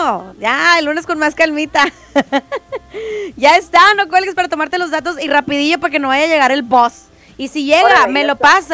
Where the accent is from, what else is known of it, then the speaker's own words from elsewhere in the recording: Nuevo León, Mexico; Nuevo León, ¿verdad? Monterrey, pues somos acá nomás. Pero Nuevo León es un rancho. Todos nos conocemos, todos somos vecinos.